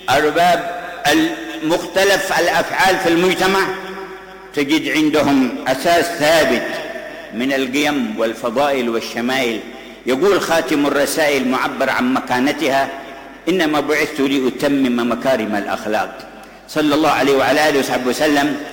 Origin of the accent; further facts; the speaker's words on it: Yemen; في بلدتنا ثم في يمننا